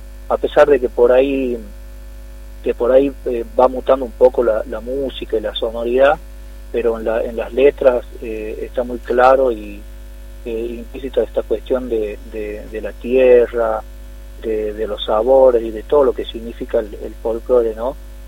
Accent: Catamarca, Argentina; nos represente a los catamarqueños.

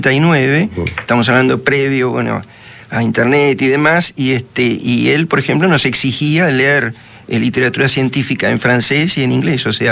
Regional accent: Mar del Plata, Buenos Aires Province, Argentina; Yo nací, o sea, nací en La Plata. Mi familia se trasladó inmediatamente a Mar del Plata. Ahí transcurrió mi niñez, mi adolescencia.

